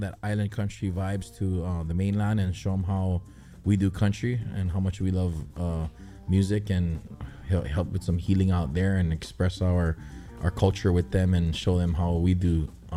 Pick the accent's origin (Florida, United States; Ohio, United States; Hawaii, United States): Hawaii, United States; We have horses too, but we're a different type of country from the country in the mainland.